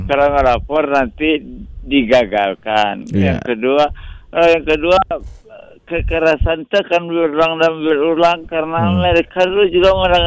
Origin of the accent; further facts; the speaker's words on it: Padang, West Sumatra, Indonesia; Dan saya di waktu itu di tempat perawatan yang cukup ternama di kota saya itu di Padang ya.